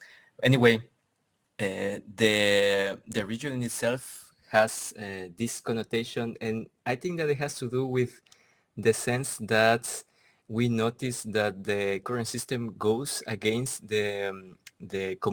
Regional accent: Ixtepec, Oaxaca, Mexico; now in Brussels, Belgium; I'm from Oaxaca, and I'm from a special region that is called the Isthmus of Tehuantepec. It's the belt of Mexico, basically. It's the smallest region between the Gulf of Mexico and the Pacific Ocean.

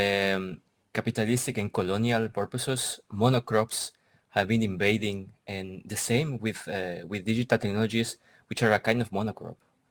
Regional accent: Ixtepec, Oaxaca, Mexico; now in Brussels, Belgium; I'm from Oaxaca, and I'm from a special region that is called the Isthmus of Tehuantepec. It's the belt of Mexico, basically. It's the smallest region between the Gulf of Mexico and the Pacific Ocean.

